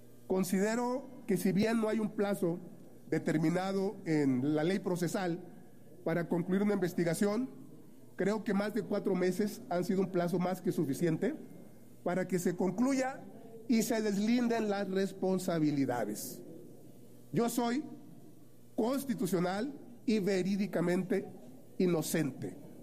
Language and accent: Spanish; Mexico; Yo soy un mexicano convencido de sus instituciones.